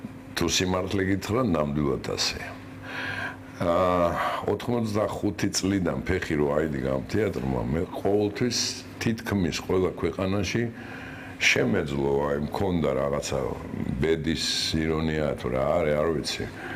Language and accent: Georgian; Tbilisi, Georgia; მე დავიბადე აქ ლეხანოზე და გავიზარდე აქვე. სკოლა იყო ორი სახლის შემდეგ.